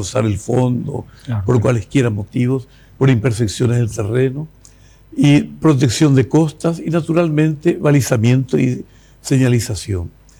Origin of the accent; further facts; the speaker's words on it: Paraguay; Paraguay, el corazón de América. Realmente somos el corazón de América.